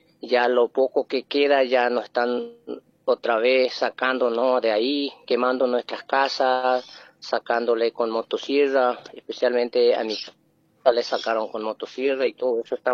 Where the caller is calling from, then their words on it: Boquerón, Paraguay; acá en el departamento de Boquerón, zona Pedro Pepeña, El Solitario se llama el lugar denominado donde estamos nosotros. Hay una escuela que es número 4900, El Solitario.